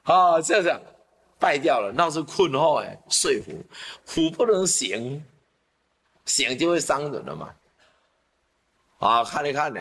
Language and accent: Chinese; Taiwan; born there; 我家乡呢。我们的唐山过台湾